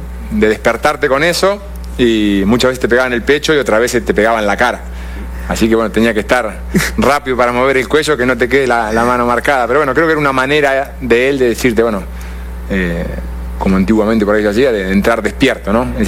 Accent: Rawson, Chubut, Argentina; also born or lived in Rosario; yo soy oriundo de Rawson, de Chubut.

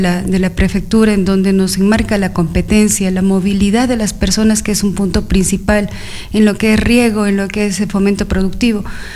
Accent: Loja, Ecuador; born there; also born or lived in Sozoranga; mi tierra Sosoranga, de ahí son mis padres. Estudié acá en Loja ya desde lo que es la escuela, el colegio, parte de la universidad. Soy casada, tengo una hermosa hija.

